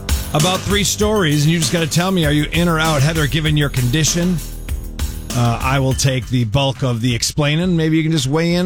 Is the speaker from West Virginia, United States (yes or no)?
no; Massachusetts, United States; moved away; I am from Massachusetts.